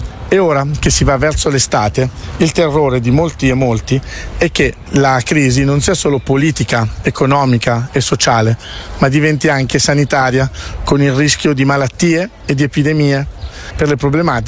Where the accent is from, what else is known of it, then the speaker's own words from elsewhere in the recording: Havana, Cuba; Italian is a second language; Io sono dell'Havana, la mia famiglia è dell'Oriente e stanno vivendo la cosa più dura del mondo.